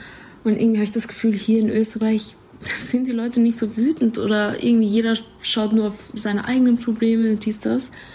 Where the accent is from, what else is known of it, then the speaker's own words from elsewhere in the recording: Albania; aber jetzt halt in einem Land, wo ich herkomme, dass es da auch Aufruhr gibt